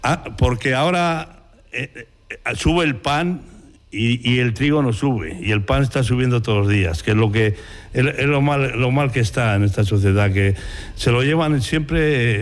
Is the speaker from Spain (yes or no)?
yes; Villanueva de San Mancio, Castile and León, Spain; padre de Villanueva Salmancio, y tengo 71 años.